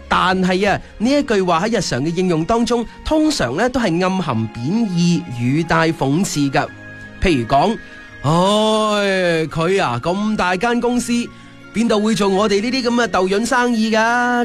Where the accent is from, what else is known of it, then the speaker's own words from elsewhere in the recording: Guangdong, China; 我哋广东人中意食鸡，自然咧就好中意养鸡啦。